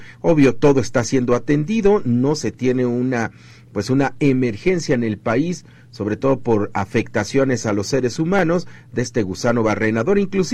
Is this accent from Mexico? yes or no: yes; Mexico